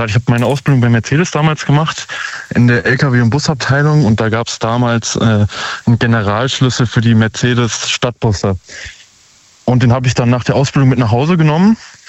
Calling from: Usingen, Hesse, Germany; Ich komme aus Using.

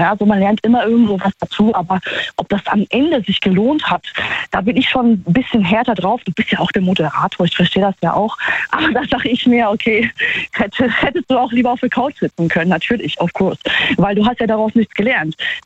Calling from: Trier, Rhineland-Palatinate, Germany; Hier, Trier.

